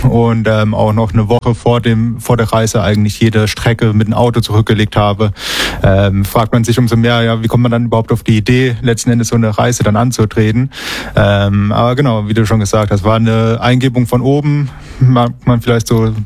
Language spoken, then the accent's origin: German; Hesse, Germany; born there; now in Hamburg, Germany; Gebürtig komme ich aus der Nähe von Kassel.